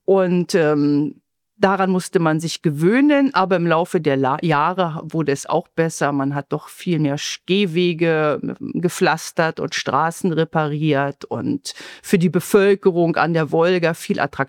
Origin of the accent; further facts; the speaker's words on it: Berlin, Germany; moved away as an adult; also born or lived in Moscow, Russia; Und als Kind der Großstadt, ich komme ja aus Berlin